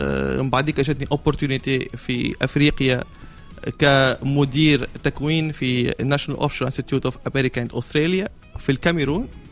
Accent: Sfax, Sfax Governorate, Tunisia; born or raised there

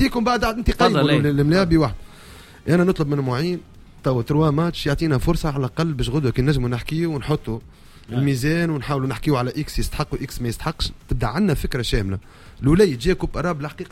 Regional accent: Tunisia; انا كتونسي

